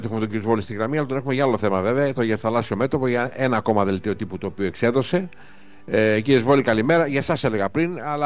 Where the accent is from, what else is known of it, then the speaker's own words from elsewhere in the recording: Patras, Western Greece, Greece; για μένα ως πατρινός